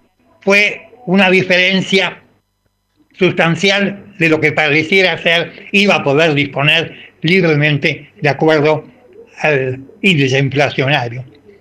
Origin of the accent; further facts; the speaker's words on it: Santa Fe, Argentina; mi provincia natal, Santa Fe